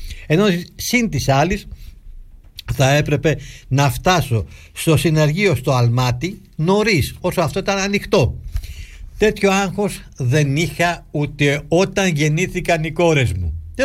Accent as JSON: {"language": "Greek", "country": "Greece", "said": "είμαι Έλληνας αξιωματικός"}